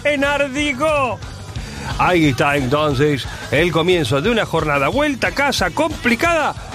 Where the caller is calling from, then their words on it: Morón, Buenos Aires Province, Argentina; de Morón. ¡Vamos Argentina!